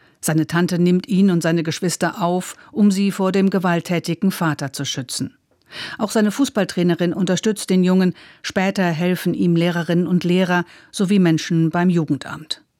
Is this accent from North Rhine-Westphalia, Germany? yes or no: no; Kaiserslautern, Rhineland-Palatinate, Germany; Ich bin in Kaiserslautern aufgewachsen